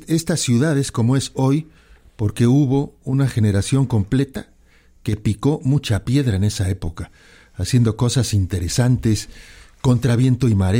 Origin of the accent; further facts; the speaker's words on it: Mexico; moved away as an adult; yo hace 20 y tantos años que no vivo en México y voy regresando